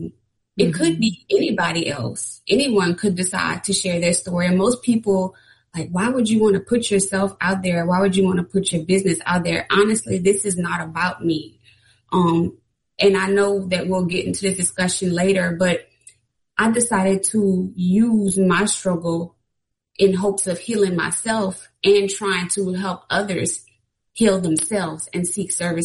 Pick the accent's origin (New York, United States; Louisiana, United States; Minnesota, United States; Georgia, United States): Louisiana, United States; I was born and raised in Acadiana, which is around 50 minutes from Southern University, where I currently reside in Lafayette, and I am a proud graduate of Southern University.